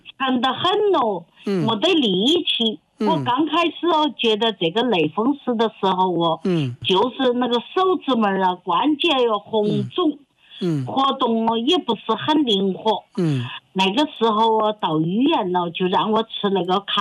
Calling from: Guizhou, China; 我是贵州的。

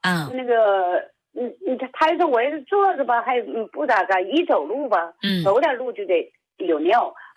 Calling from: Changchun, Jilin, China; 我是长春市双阳区的。

